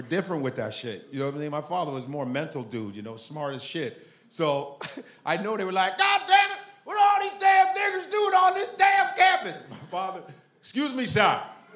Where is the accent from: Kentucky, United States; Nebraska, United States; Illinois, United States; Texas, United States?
Nebraska, United States; born there; I was born in Nebraska and shit.